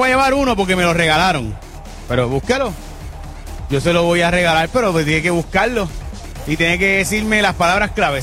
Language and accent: Spanish; San Lorenzo, Puerto Rico; yo soy de San Lorenzo, así que siempre ha sido mi vecino.